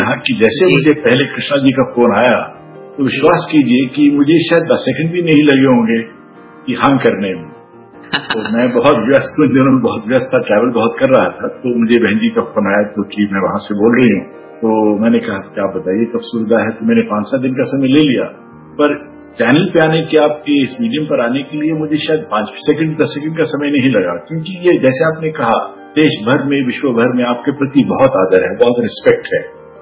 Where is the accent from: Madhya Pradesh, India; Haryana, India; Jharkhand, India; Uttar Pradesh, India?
Haryana, India; born there; मेरा जन्म 1955 में हुआ, फरवरी 1955 में, कुरुक्षेत्र के पास एक गांव है, एक कृषि परिवार से बिलोंग करता हूं, आज भी जमीन से जुड़ा हुआ।